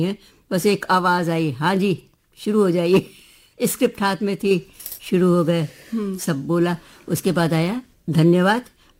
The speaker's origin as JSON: {"language": "Hindi", "town": "Lucknow", "region": "Uttar Pradesh", "country": "India", "tie": "born or raised there", "said": "हमारा इसलिए बोल रहे हैं क्योंकि भाई हम लखनऊ में पैदा हुए और लखनऊ में ही है, तो लखनऊ में हम बोलते हैं"}